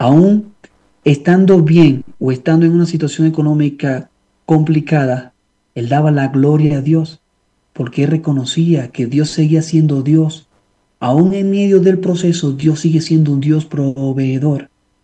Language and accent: Spanish; Venezuela; Yo soy venezolano y viví la parte económica muy difícil.